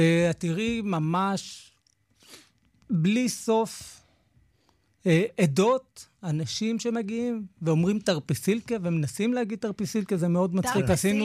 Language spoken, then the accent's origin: Hebrew; Jerusalem, Jerusalem District, Israel; born there; אני גרתי, נולדתי בקטמונים.